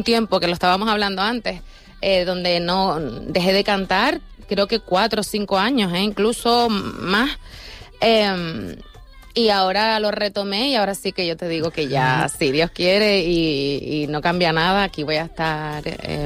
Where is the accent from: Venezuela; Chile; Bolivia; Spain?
Spain; Canary Islands; el compañerismo, el conocimiento de mi tierra. Y yo creo que eso es algo que deseo y espero que no se pierda, porque es fundamental para los niños de Canarias.